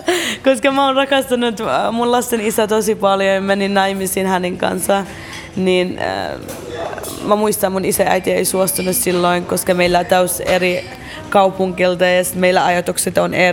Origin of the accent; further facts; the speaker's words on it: Baghdad, Baghdad Governorate, Iraq; Finnish is a second language; now in Finland; Mutta ei, mä oon Bagdadista, niin meillä ei yleensä tällainen.